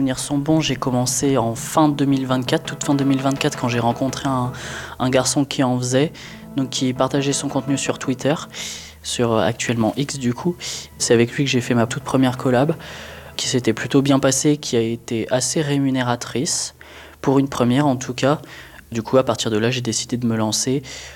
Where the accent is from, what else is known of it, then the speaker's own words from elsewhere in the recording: Lyon, Auvergne-Rhône-Alpes, France; j'ai 23 ans, je suis originaire de Lyon